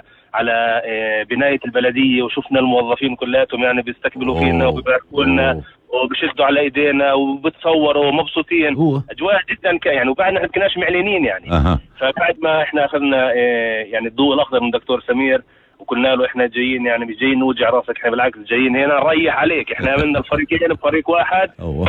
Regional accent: Umm al-Fahm, Haifa District, Israel; مدينتي من الفحيم

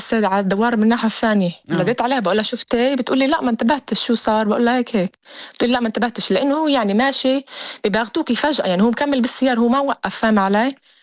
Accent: Deir al-Asad, Northern District, Israel; بلدنا دير الأسد

